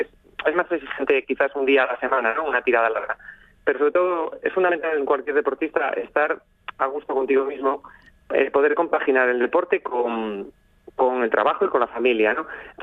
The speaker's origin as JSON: {"language": "Spanish", "town": "Avilés", "region": "Asturias", "country": "Spain", "said": "Sí, bueno, yo soy de Avilés, vivo en Avilés, pero sí."}